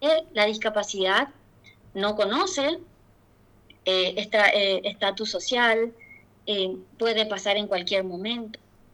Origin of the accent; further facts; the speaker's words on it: Santiago, Misiones, Paraguay; moved away; venimos de familia humilde de Santiago Misiones, pero esa familia, te estoy hablando de 40 años atrás, esa familia que se dedicaba a la chacra